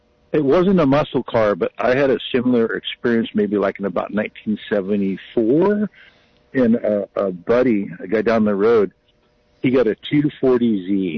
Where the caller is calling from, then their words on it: Scotts Valley, California, United States; from Scotts Valley.